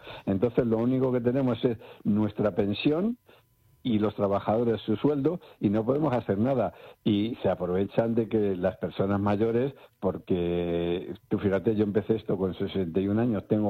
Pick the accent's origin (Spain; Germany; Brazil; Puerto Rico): Spain; porque todos somos españoles.